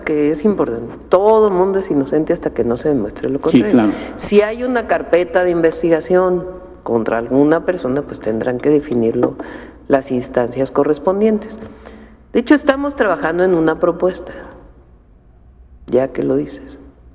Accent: Mexico

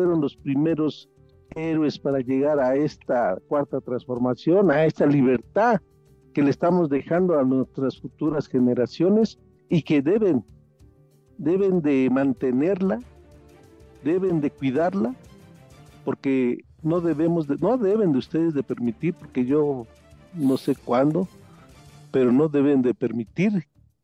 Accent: Mexico; qué gran resistencia tiene mi pueblo de México.

